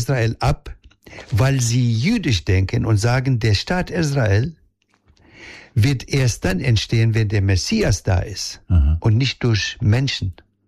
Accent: Palestine; now in Germany; als Palästinenser nicht und als Bürger dieses Landes auch nicht

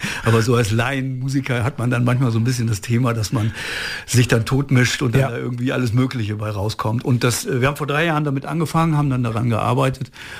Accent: Werlte, Lower Saxony, Germany; born there; moved away as an adult; now in Osnabrück, Germany; Ich bin in den 80er Jahren nach Osnabrück gekommen. Ich komme aus dem Emsland, gebürtig aus Werlt.

